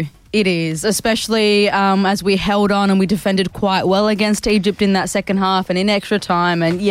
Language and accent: English; Australia; as an Australian